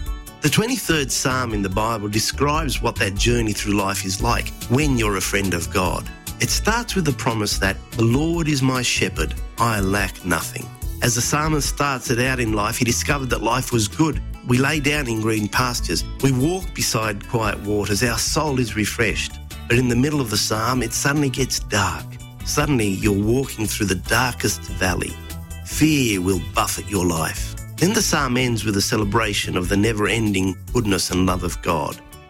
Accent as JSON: {"language": "English", "country": "Australia", "tie": "born or raised there", "said": "In those long, hot summers growing up in Australia"}